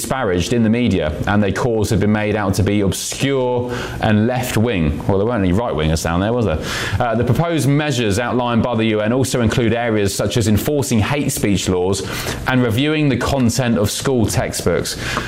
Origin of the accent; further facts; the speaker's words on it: United Kingdom; I was from Britain